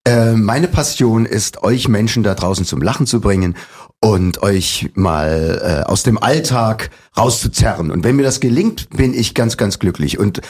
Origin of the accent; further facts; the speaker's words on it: Leipzig, Saxony, Germany; accent: Saxon; Ich bin gebürtiger Leipziger